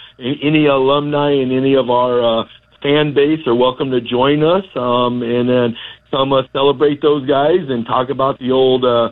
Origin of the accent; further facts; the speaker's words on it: Nebraska, United States; growing up in Central Nebraska